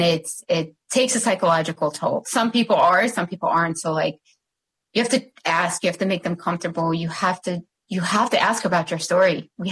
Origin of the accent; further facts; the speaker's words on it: United States; born there; No, like I was born here. I'm just as much American as anyone else.